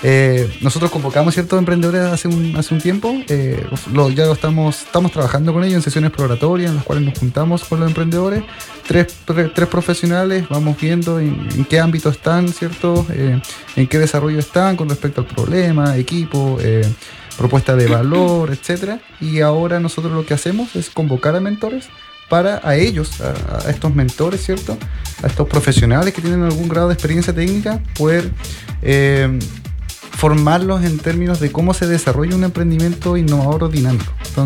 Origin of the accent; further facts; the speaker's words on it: Queilén, Los Lagos, Chile; Pero es bonito estar acá en Chiloé. O sea, yo soy de Keilen. He estado en otras partes, pero es bonito estar desde acá levantando esta iniciativa